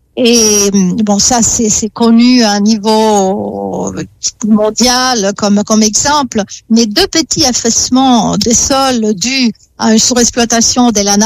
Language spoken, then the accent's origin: French; Italy; accent: Italian; French is a second language; mon accent italien